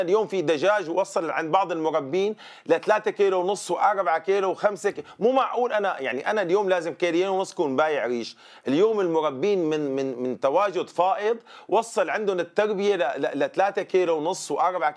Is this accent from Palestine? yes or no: no; Syria; أكيد هلأ بالنسبة لتكاليف الإنتاج عندنا في سوريا على وضع خاص،